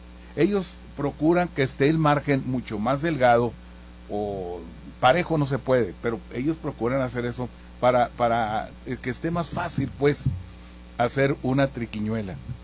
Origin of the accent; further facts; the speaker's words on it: Mexico; esa convicción de que somos mexicanos y esa situación de amor a la patria